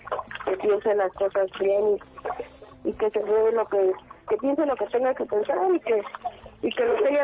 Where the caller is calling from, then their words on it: Cuautitlán, State of Mexico, Mexico; Yo vivo en Cuautitlán.